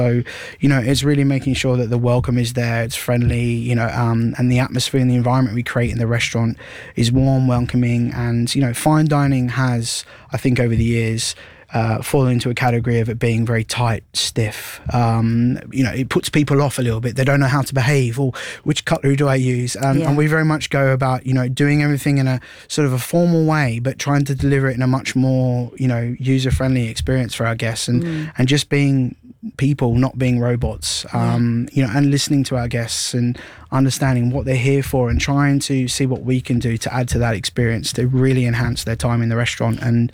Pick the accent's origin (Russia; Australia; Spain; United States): Australia; moved away; coming from my home country.